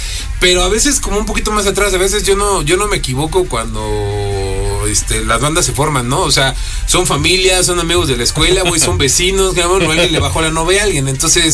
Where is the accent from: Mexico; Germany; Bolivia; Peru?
Mexico; Puebla; eso es un dicho que con nosotros como poblanos sabemos